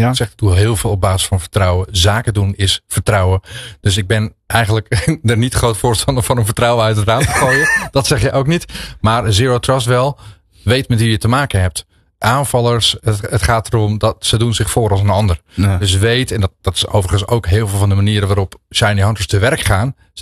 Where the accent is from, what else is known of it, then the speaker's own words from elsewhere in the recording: Netherlands; Toevallig hebben wij nu in Nederland best wel een opeenlopend riedeltje van incidenten die ons als Nederlanders, zeg maar even zo, aangaan.